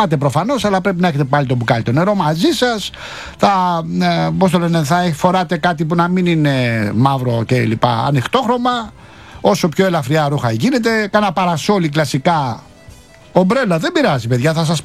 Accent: Rafina, Attica, Greece; Έπαιρνα εγώ στην Αθήνα, στη Ραφίνα, στην πατρίδα μου τηλέφωνο τότε.

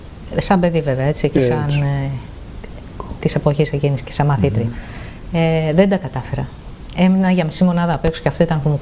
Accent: Vrontados, North Aegean, Greece; born there; also born or lived in Chios town; μέχρι την τρίτη γυμνασίου, πήγαινα στο Βροντάδο με το λεωφορείο.

